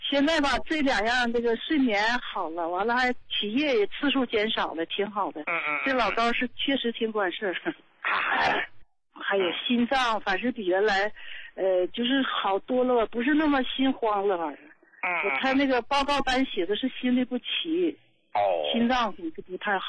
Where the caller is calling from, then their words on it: Qiqihar, Heilongjiang, China; 我是黑龙江的，那啥，齐齐哈尔的，71岁了